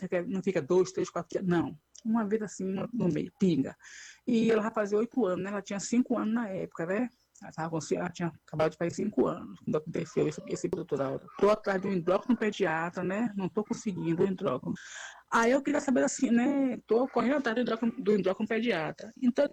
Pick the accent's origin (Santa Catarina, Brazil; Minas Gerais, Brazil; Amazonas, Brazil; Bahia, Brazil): Bahia, Brazil; São Félix; Eu sou uma moradora aqui, eu sou de São Félix, sabe?